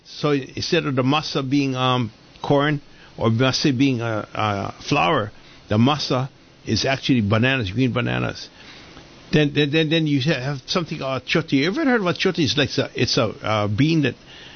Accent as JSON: {"language": "English", "region": "Hawaii", "country": "United States", "tie": "born or raised there", "said": "And so you know, I grew up with in Hawaii. We grew up with all kinds of people."}